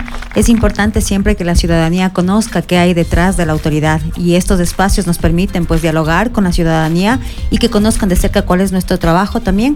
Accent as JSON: {"language": "Spanish", "town": "Otavalo", "region": "Imbabura", "country": "Ecuador", "tie": "born there", "said": "Bueno, yo soy una mujer otavaleña. Mi madre es del Oro, mi padre es de Otavalo, nací en Otavalo."}